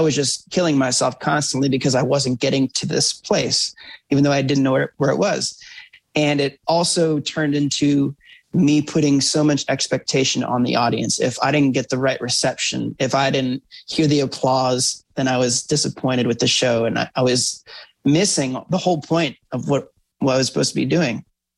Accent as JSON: {"language": "English", "town": "Columbus", "region": "Ohio", "country": "United States", "said": "I'm from Columbus"}